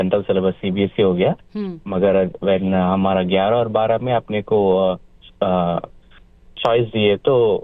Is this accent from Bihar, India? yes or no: no; Hyderabad, Telangana, India; first language Telugu; Hindi is a second language; moved away as an adult; हमारा जन्म वहाँ पे हुआ है, हमारा पढ़ाई वहाँ पे हुआ है। फिर 20 साल पहले हम यहाँ आए पढ़ने के लिए।